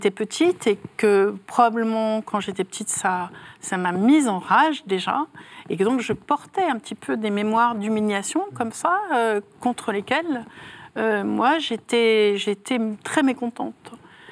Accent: Nancy, Grand Est, France; toute cette société bourgeoise qui, à Nancy, ma ville natale, qui prétendait être catholique

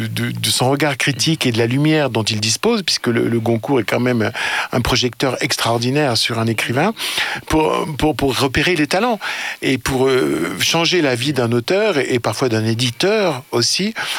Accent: Lyon, Auvergne-Rhône-Alpes, France; born there; Je suis né à Lyon

